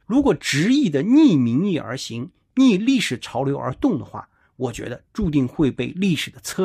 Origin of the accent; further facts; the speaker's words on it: China; 并且我也坚信我们中国人是有智慧去创造出一个大家都能够接受的一国两制方案